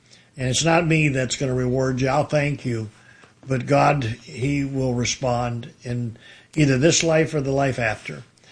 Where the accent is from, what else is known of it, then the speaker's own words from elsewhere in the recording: Detroit, Michigan, United States; moved away as an adult; also born or lived in Mount Clemens, Michigan / Novi, Michigan; now in Houston, United States; was born in Mount Clemens, and I was raised in downtown Detroit. I went to Cass Tech High School, and then when I left the city, I was living in Novi.